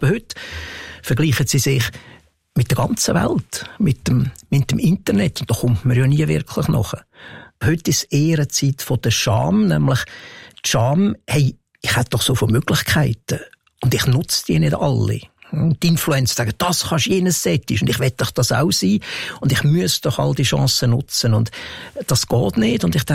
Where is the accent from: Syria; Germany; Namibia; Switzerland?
Switzerland; Lucerne; ich bin in Luzern aufgewachsen